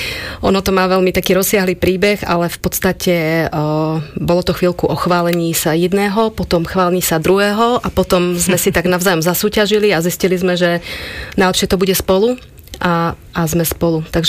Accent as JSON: {"language": "Slovak", "town": "Ružomberok", "region": "Žilina Region", "country": "Slovakia", "tie": "born there", "said": "A ja som rodená Liptáčka, rodená Ružomberčanka a na Liptove som tak hlboko zakorenená, že je ma ťažko odtiaľ vykoreniť"}